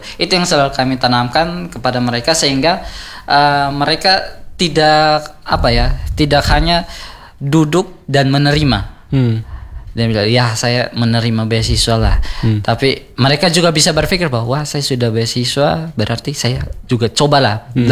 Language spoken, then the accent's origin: Indonesian; East Nusa Tenggara, Indonesia; untuk kami anak NTT